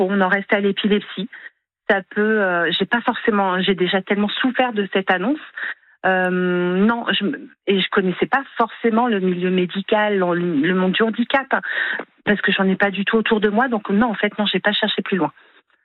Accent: Saumur, Pays de la Loire, France

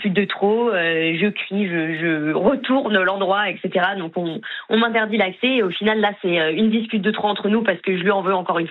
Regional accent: Cannes, Provence-Alpes-Côte d'Azur, France; also born or lived in Lyon; C'est ça, mais je suis sur Cannes depuis que j'ai 4 ans, mais c'est vrai que j'ai pas trop l'accent du Sud.

